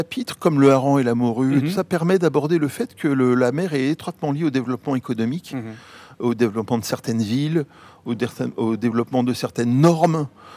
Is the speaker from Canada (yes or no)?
no; Martinique, France; born or raised there; also born or lived in Rouen